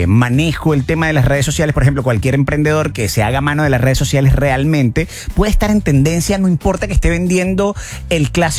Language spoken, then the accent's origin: Spanish; Venezuela; now in Chile; nosotros somos venezolanos